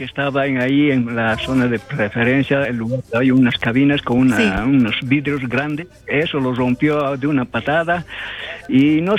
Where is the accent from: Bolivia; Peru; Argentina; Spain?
Bolivia; Oruro; moved away; a mi pueblo Alto Saucarí, a mi junta vecinal Zanja de Coronación